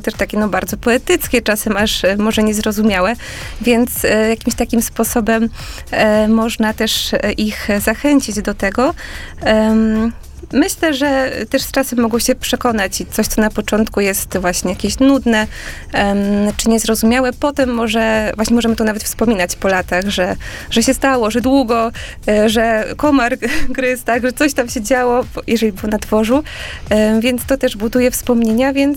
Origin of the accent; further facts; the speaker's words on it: Warsaw, Masovian Voivodeship, Poland; jestem z Warszawy